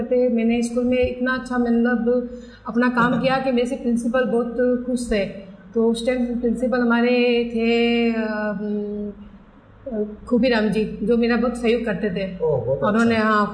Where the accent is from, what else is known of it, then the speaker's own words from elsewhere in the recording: Abu Road, Rajasthan, India; मैं सातपुर से आती हूँ, सातपुर आबू रोड से आती हूँ।